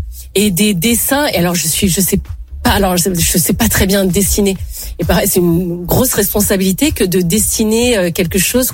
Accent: Brittany, France; Bah, je suis pas bretonne pour rien.

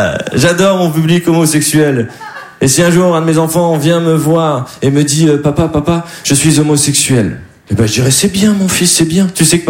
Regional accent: Dunkirk, Hauts-de-France, France; ce qui tombe bien puisque je suis originaire de Dunkerque près de Los Angeles.

